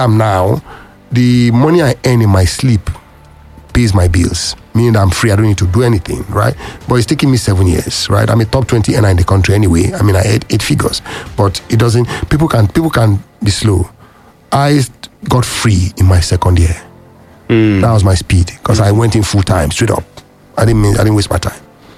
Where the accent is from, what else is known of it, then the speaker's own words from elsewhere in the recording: Delta, Nigeria; now in Ibadan, Nigeria; I am not from the Southwest. I am from Delta State.